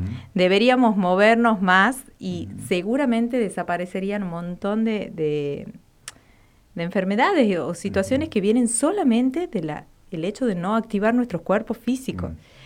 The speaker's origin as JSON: {"language": "Spanish", "region": "Tucumán", "country": "Argentina", "moved": "as an adult", "lives_now": "Catamarca, Argentina", "said": "Yo hace poquito que estoy acá viviendo en Catamarca, soy de Tucumán."}